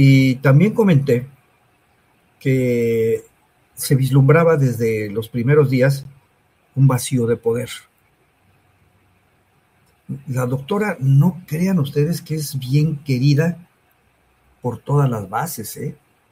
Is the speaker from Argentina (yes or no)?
no; Mexico; como mexicanos, pues nos pega